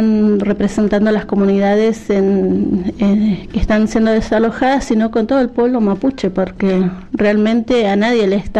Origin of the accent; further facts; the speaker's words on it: Neuquén, Argentina; somos la provincia de Neuquén